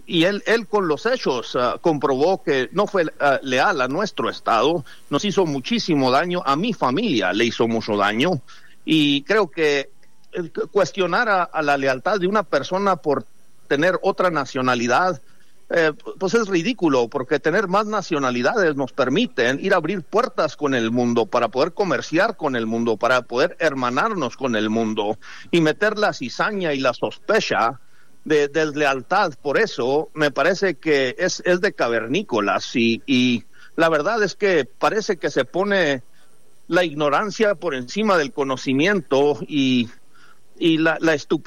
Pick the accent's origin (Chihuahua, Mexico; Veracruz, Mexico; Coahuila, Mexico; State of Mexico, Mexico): Chihuahua, Mexico; born there; Pero yo nací en Chihuahua y mis padres nacieron en Chihuahua